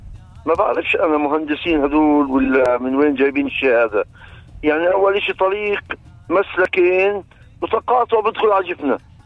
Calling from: Ramallah, West Bank, Palestine; من رام الله.

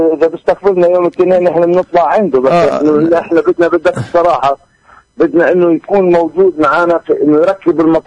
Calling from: Beit Jala, West Bank, Palestine

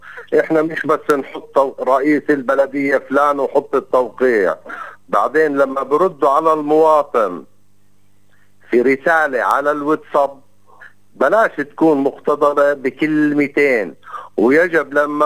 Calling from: Palestine; عندنا في فلسطين

